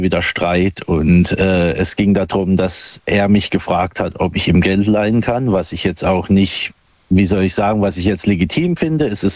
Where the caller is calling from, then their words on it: Buchen, Baden-Württemberg, Germany; Aus Buchen im schönen Odenwald